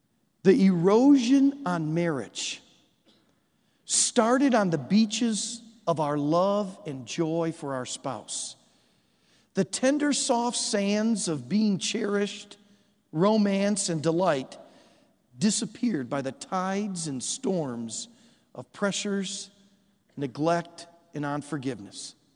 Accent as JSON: {"language": "English", "region": "Michigan", "country": "United States", "tie": "born or raised there", "said": "I remember growing up around Lake Michigan"}